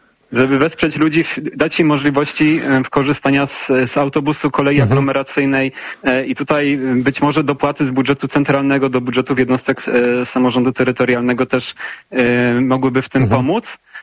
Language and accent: Polish; Kraków, Lesser Poland, Poland; ja akurat pochodzę z Krakowa